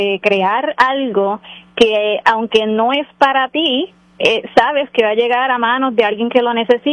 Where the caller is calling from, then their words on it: Lares, Puerto Rico; soy de Lares, soy maestra en Atillo.